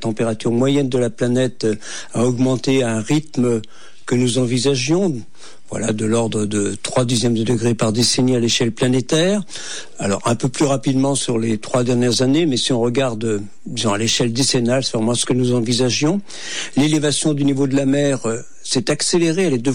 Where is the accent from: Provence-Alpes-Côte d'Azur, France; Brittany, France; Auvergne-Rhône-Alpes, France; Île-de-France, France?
Brittany, France; La géographie, bon, c'est vrai que je suis breton d'origine, et nous n'envisagions pas des canicules aussi importantes.